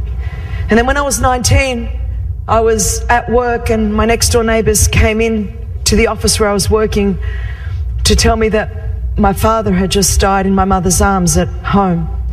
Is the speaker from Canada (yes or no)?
no; Australia; I'm from Australia, so we surf.